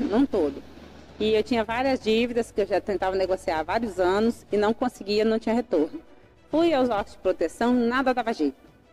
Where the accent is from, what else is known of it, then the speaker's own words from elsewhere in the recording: Cariacica, Espírito Santo, Brazil; Sou daqui mesmo, de Cariacica.